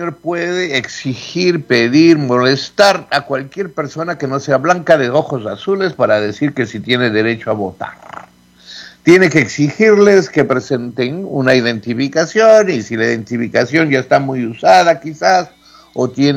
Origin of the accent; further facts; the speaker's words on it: United States; Spanish is a second language; Pero antes era un orgullo decir: pucha, soy americano. Llegaba al Ecuador y me insultaban, y yo decía: pues sí, con mi país no te metas